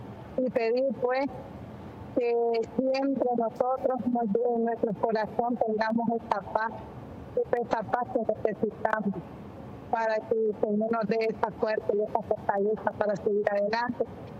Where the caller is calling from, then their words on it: Matagalpa, Nicaragua; Estoy llamando desde Matagalpa, Nicaragua